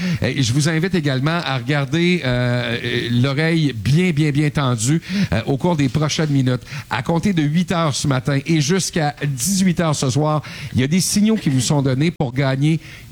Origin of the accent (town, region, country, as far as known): Quebec, Canada